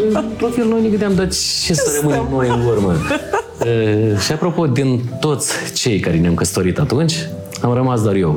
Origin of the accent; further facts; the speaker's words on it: Telenești, Telenești District, Moldova; Eu sunt, am zis că sunt de la Telenești.